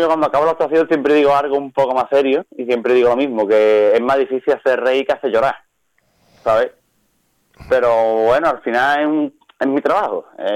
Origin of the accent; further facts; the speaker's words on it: Seville, Andalusia, Spain; que soy de Sevilla, donde más calor hace del mundo.